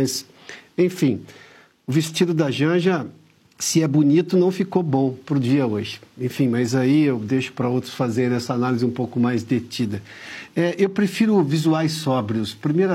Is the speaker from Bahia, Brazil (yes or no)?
no; São Paulo, Brazil; Pois, lá no interior de São Paulo, de onde eu venho, no meio da década de 80, isso já não era chique, tá?